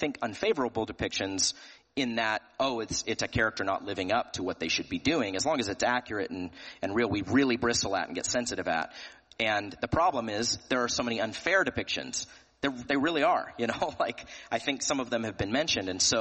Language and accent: English; Tennessee, United States; I'm from Tennessee.